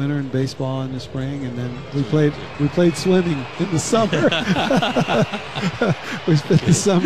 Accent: Riverside, California, United States; You know, we kind of played, you know, being Southern California and having such fair weather, we played with that, whatever sport was in season.

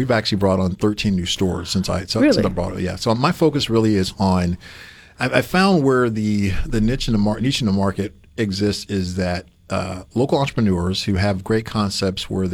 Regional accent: Mississippi, United States; moved away as an adult; also born or lived in Bahamas; give back to my home state and also be closer to my family

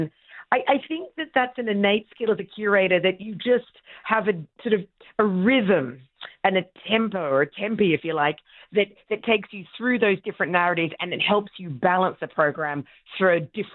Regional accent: Canada; as a Canadian

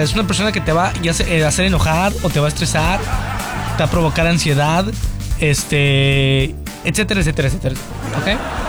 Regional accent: Montemorelos, Nuevo León, Mexico; Acuérdense que yo soy de Montemorelos.

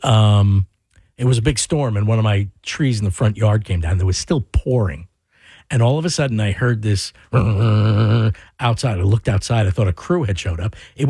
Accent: Staten Island, New York, United States; moved away as an adult; I grew up in Staten Island.

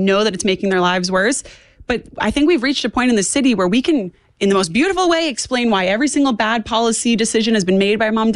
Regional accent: New York, United States; also born or lived in Miami; I'm a New Yorker. I grew up half New York, half Miami.

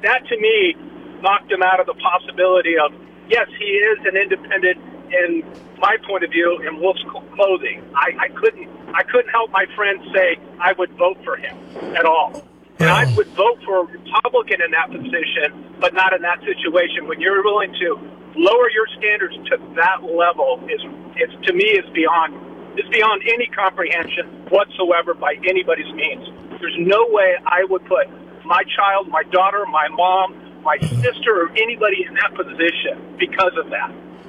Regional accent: Morro Bay, California, United States; now in San Luis Obispo, United States; Morro Bay, where I used to live and I grew up

